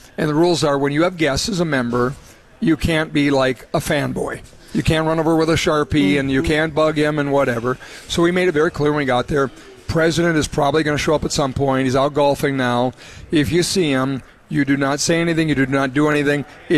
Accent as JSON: {"language": "English", "region": "North Dakota", "country": "United States", "said": "finds out I'm from North Dakota."}